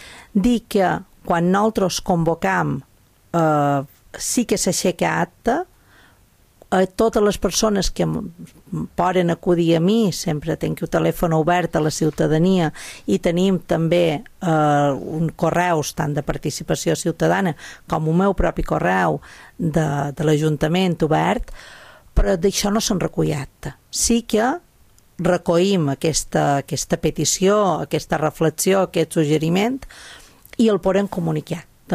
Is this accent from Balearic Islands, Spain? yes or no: yes; Pollença, Balearic Islands, Spain; ens hem de sentir molt orgullosos tots aquells pollencins